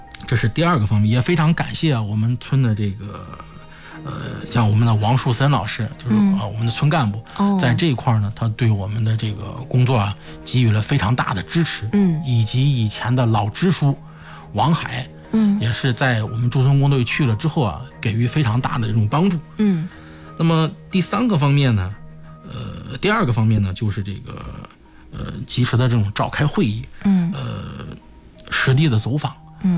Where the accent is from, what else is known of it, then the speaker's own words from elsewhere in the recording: Zhengzhou, Henan, China; 因为我是在城市长大的，从小啊就是在郑州长大的。